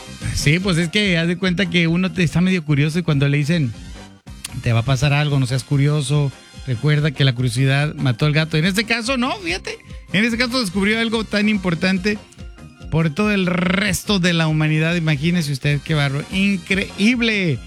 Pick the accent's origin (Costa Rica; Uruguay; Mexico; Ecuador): Mexico; Sonora; Y yo soy de Sonora.